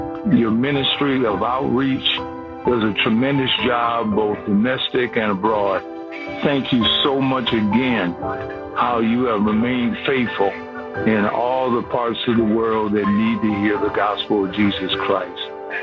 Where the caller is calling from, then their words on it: Tecumseh, Ontario, Canada; I'm calling from Tecumseh, Ontario, Canada.